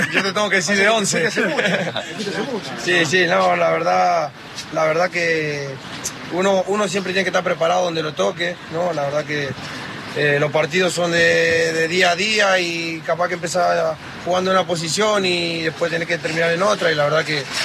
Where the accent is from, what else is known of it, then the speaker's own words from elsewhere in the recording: Argentina; Uno como argentino, la gana siempre está de volver